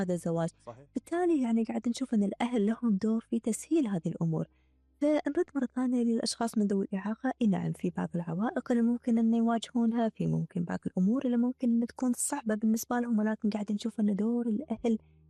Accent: Kuwait

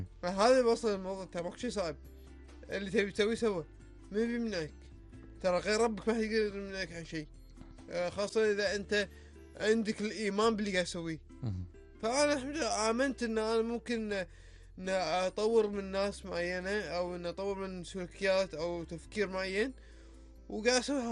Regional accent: Kuwait; عندنا في الكويت

